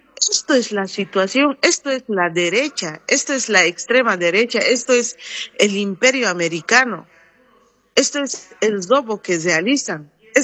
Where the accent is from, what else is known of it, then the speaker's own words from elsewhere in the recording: Bolivia; como parte de este pueblo boliviano